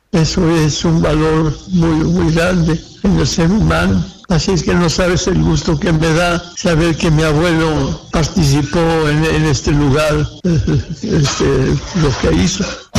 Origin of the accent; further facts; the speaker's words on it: Chihuahua, Mexico; Yo soy de Chihuahua y tengo ya 95 años.